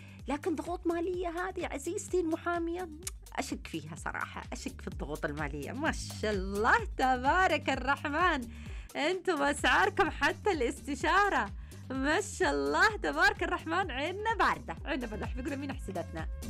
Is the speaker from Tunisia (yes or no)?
no; Saudi Arabia; عندنا في السعودية